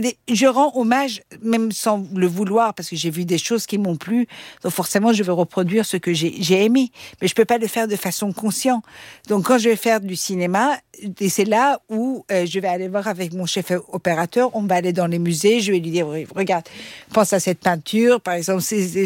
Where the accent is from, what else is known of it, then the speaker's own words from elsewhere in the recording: Austria; first language Persian; French is a second language; Je dis, moi, je parlais le persan, mes parents, ils m'ont mis dans une école francophone, après j'ai grandi en Autriche